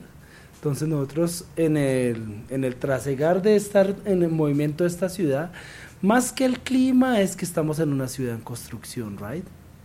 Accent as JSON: {"language": "Spanish", "region": "Bogotá", "country": "Colombia", "said": "estamos haciendo un sacrificio como bogotanos, como colombianos"}